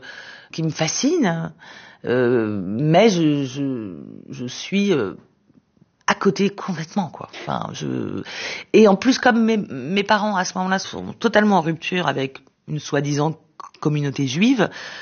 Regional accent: Sarcelles, Île-de-France, France; Et je venais de Sarcelles qui était tout blanc, tout moderne.

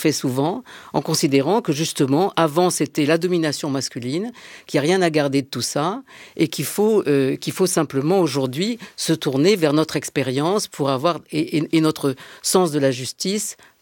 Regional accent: Marseille, Provence-Alpes-Côte d'Azur, France; moved away as an adult; now in Paris, France; Je suis arrivée à Paris en 1972, parce que j'étais entrée à Normale Sup. Je venais de Aix et de Marseille.

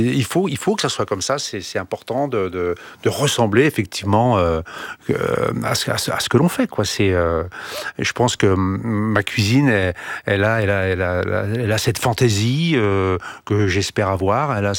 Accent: Brittany, France; born there; je suis né en Bretagne

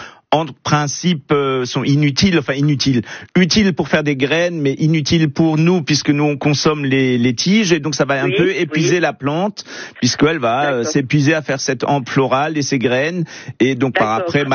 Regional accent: Grand Est, France; Et chez nous, en Alsace, on a une sorte qu'on a appelée Alsace, qui existe que chez nous.

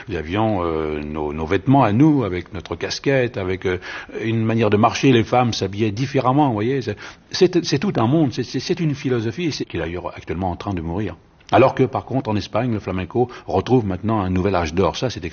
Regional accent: Paris, Île-de-France, France; Il est évident que j'ai été élevé à Belleville. J'ai vécu à Belleville au milieu de tous mes amis qui fréquentaient les balmusettes.

